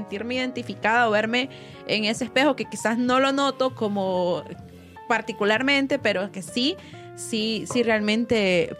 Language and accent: Spanish; Honduras; como español de Honduras no tenemos marca